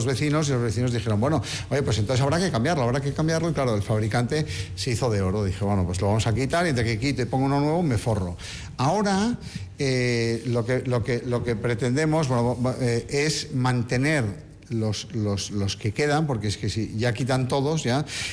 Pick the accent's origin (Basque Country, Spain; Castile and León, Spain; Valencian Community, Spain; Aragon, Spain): Basque Country, Spain; Bilbao; Yo soy de Bilbao, pero defiendo todo lo que hay en San Sebastián.